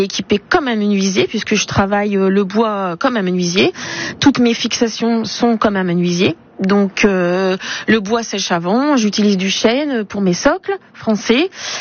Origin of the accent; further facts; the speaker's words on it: Saint-Valery-sur-Somme, Hauts-de-France, France; born there; Oui, je suis née à Saint-Valery-sur-Somme.